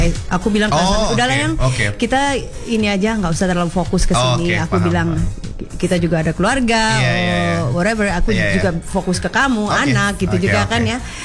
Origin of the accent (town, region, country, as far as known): Batu, East Java, Indonesia; born or raised there